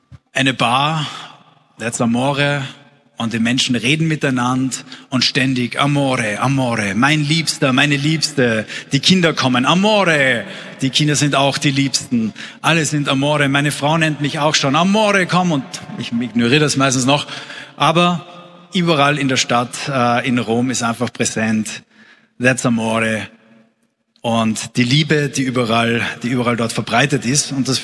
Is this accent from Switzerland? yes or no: no; Carinthia, Austria; moved away; Dort, wo ich herkomme, wäre es wahrscheinlich doppelt so laut jetzt gewesen. Ich komme nämlich ursprünglich aus Kärnten.